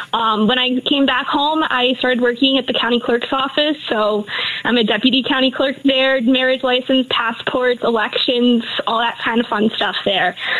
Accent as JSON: {"language": "English", "town": "Kenosha", "region": "Wisconsin", "country": "United States", "tie": "born or raised there", "said": "Yeah, so I was raised here in Kenosha my entire life. I'm fourth generation here in this city, so long roots."}